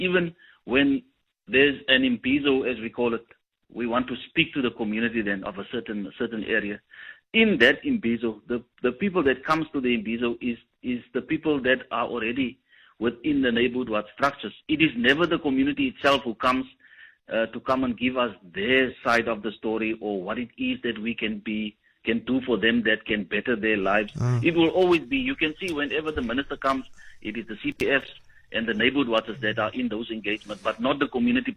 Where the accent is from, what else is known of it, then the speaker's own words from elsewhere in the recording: Kleinvlei, Western Cape, South Africa; because gangsterism is coming on since I grew up in Kleinvlei.